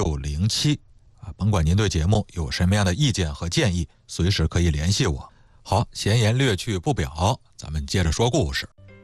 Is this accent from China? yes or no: yes; China